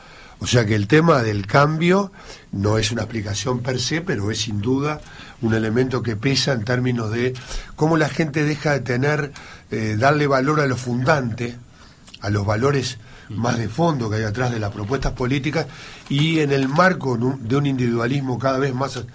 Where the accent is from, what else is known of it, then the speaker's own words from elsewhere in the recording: Uruguay; yo como uruguayo estoy pendiente